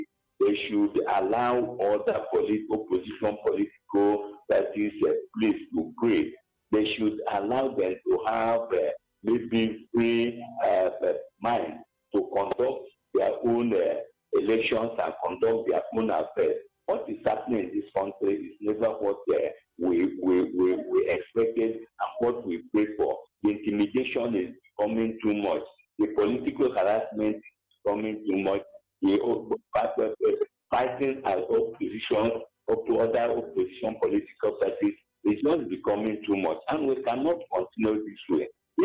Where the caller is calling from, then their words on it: Enugu, Enugu State, Nigeria; I'm calling from Abapani, Kenugu.